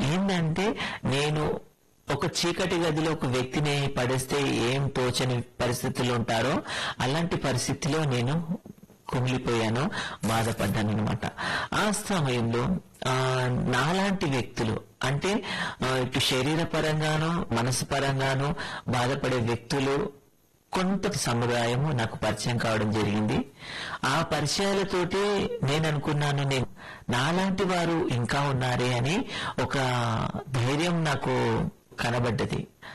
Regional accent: Secunderabad, Telangana, India; నేను పుట్టి పెరిగింది చదువుకున్నంతా సికింద్రాబాద్ ప్రాంతంలోనే.

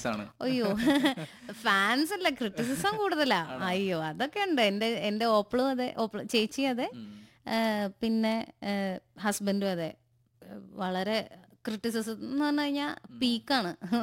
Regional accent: Malappuram, Kerala, India; ഞങ്ങൾ ശരിക്കും മലപ്പുറം ആണ് കേട്ടോ, ഞങ്ങളവിടെ അച്ഛന് ശാന്തിയായിട്ട് വന്ന് താമസിക്കുന്നവരായിരുന്നു. അപ്പൊ എന്താ, പക്ഷെ ഞാൻ വളർന്നത് അവിടെ ആയതുകൊണ്ട്

